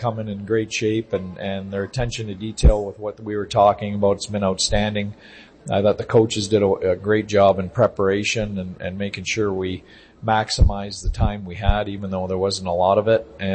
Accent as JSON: {"language": "English", "region": "Ontario", "country": "Canada", "tie": "born or raised there", "moved": "yes", "said": "I grew up in Ontario, Canada."}